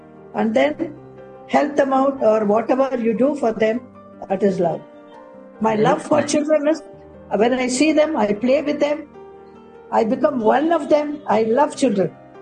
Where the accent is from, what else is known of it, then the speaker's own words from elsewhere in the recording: India; India is one word. My country. I love India. I am an Indian.